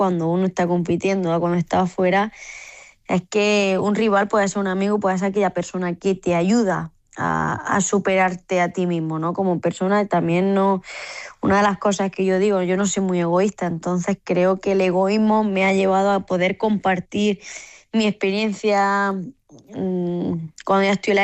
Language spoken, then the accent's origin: Spanish; Granada, Andalusia, Spain; Y para mí como granadina estar a una hora de casa, pues es especial